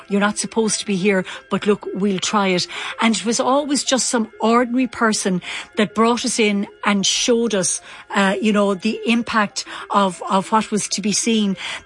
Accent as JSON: {"language": "English", "town": "Clonmel", "region": "Munster", "country": "Ireland", "tie": "born or raised there", "said": "But I was born and reared in Clonmel."}